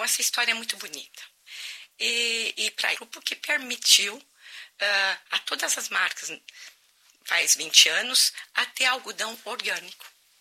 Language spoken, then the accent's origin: Portuguese; Brazil; moved away as an adult; now in France; Vim do Brasil há mais de 30 anos